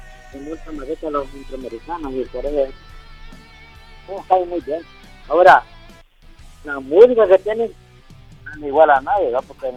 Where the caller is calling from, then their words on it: Chile; de Chile.